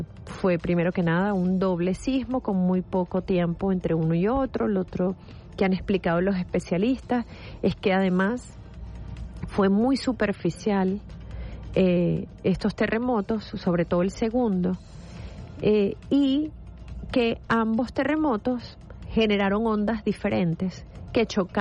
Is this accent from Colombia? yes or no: no; Venezuela